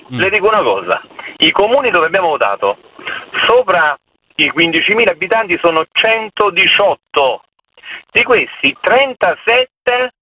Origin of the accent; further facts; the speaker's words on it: Campania, Italy; Io sono del Lecito Avellino perché sono della provincia di Avellino.